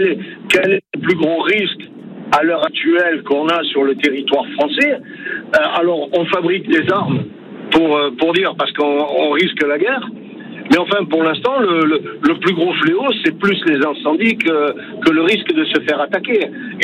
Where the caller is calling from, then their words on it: Draguignan, Provence-Alpes-Côte d'Azur, France; de Draguignan, j'habite au Malmont